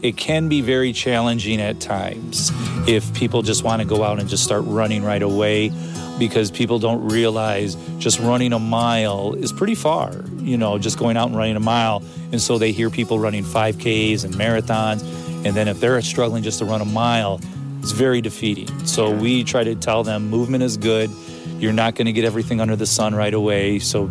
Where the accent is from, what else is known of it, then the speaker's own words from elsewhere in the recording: Spencer, Ohio, United States; Yeah, I grew up south in Spencer.